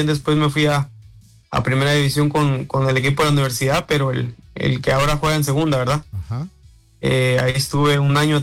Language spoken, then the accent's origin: Spanish; Mixco, Guatemala Department, Guatemala; moved away as an adult; now in San Marcos, Guatemala; Yo, de acá de la capital, soy de Misco, fíjate, precisamente, de zona 6 de Misco, pero tocó ir afuera ahora a San Marcos.